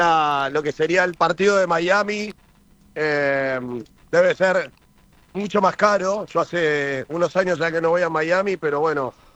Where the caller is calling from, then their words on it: Uruguay; Yo vivo en Uruguay, país que amo.